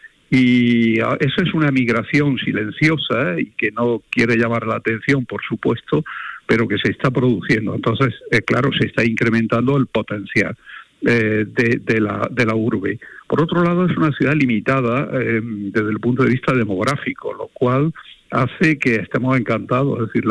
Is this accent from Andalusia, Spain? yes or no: yes; Granada, Andalusia, Spain; Yo, que soy granadino de pura cepa, perdón por la expresión, pero claro, es que nací debajo de la Alhambra, en el Paseo de los Tristes, pues resulta, y toda mi familia pues ha sido granadina de toda la vida